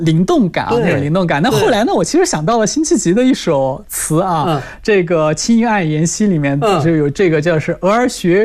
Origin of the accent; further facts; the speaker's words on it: southern China, China; 可能我是南方人